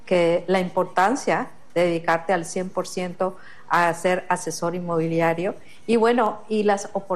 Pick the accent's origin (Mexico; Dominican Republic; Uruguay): Mexico; Monterrey, Nuevo León; Yo soy de Monterrey, al igual que Gerardo.